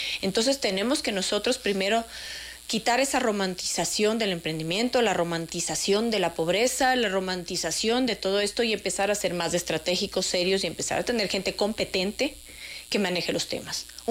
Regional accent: Quito, Pichincha, Ecuador; ese sentimiento de los capitalinos que teníamos de estar orgullosos.

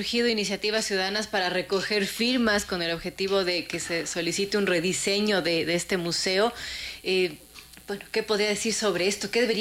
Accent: Ecuador

